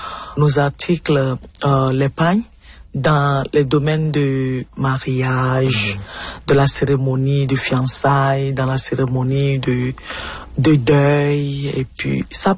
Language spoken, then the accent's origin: French; Togo; now in Manitoba, Canada; je suis togolaise